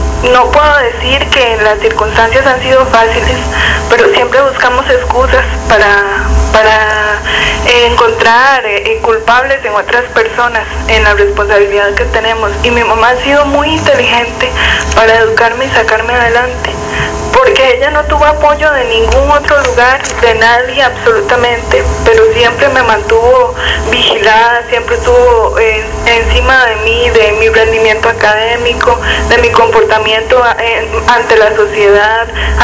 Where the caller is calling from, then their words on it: Heredia, Costa Rica; Vivimos en una zona que ahora se considera muy peligrosa. Yo vivo en Guararí de Heredia